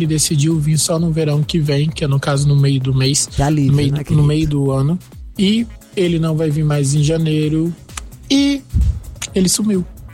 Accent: Espírito Santo, Brazil; moved away as an adult; now in Portugal; Na verdade, eu sou do Espírito Santo. Morei, eu vivo aqui na terra do bacalhau.

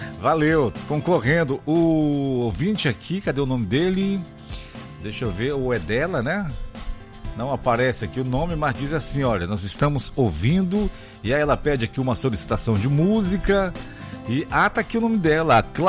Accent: Alenquer, Pará, Brazil; moved away; Ivanilce Mota também está na minha terrinha Alenquer acompanhando.

